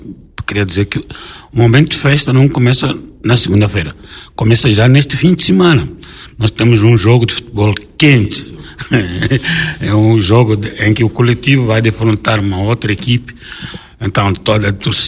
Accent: Mozambique; moved away as an adult; now in Brazil; No meu país existem cerca de 22 praias que são um paraíso. Do norte ao sul.

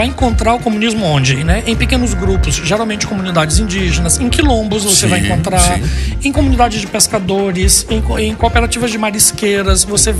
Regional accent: Brazil; me fere muito como brasileiro.

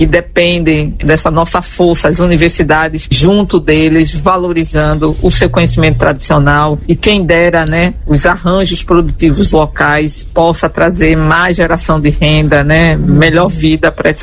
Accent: Northeast Region, Brazil; mas somos nordestino, esse povo tão guerreiro, né, Mara, que sobrevive com tão pouco, mas ressurge, né?

